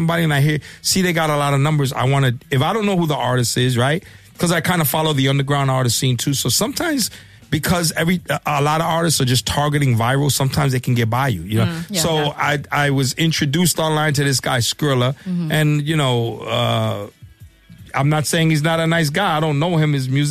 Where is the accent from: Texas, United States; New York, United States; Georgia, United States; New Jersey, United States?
New York, United States; I'm originally from Bushwick, East New York area.